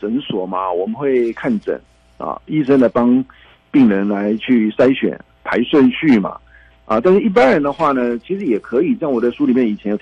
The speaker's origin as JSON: {"language": "Chinese", "country": "Taiwan", "said": "就像我们台湾人的应该说华人吧"}